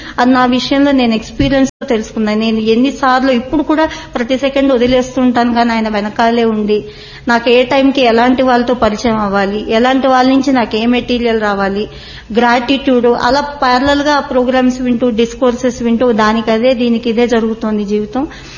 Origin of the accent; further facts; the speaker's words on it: Telangana, India; నేను ఇక్కడే పుట్టి పెరిగాను, ఆల్మోస్ట్ వారానికి ఒకసారి కోటికి వెళ్లేదాన్ని.